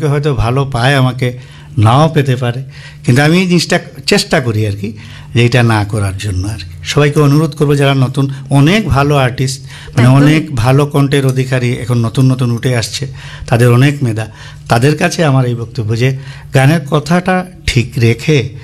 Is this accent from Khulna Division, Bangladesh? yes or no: no; Sylhet, Sylhet Division, Bangladesh; আমি সিলেটের লোক